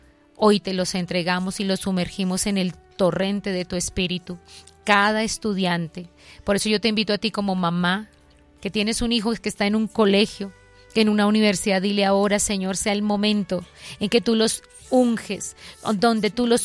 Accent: Colombia

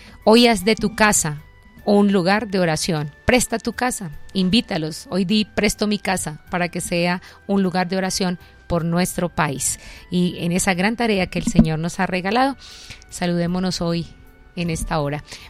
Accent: Colombia; Sintámonos felices, felices porque somos colombianos y el Señor ha bendecido esta tierra inmensamente.

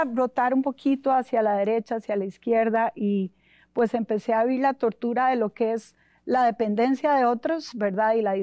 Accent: San José, Costa Rica; moved away; nací en Costa Rica, en San José, Costa Rica.

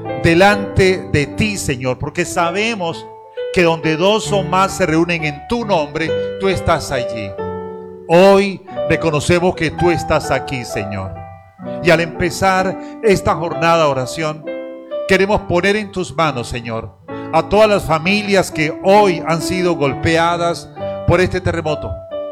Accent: Colombia; lo que nos ha tocado como colombianos

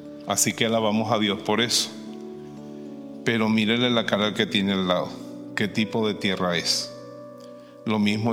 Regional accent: Venezuela; Ella vivía allá en mi tierra, en Venezuela.

